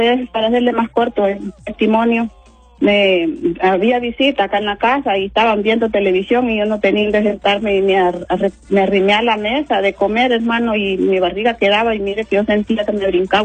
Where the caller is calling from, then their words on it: Lloró, Chocó, Colombia; sí, yo soy de Lloro.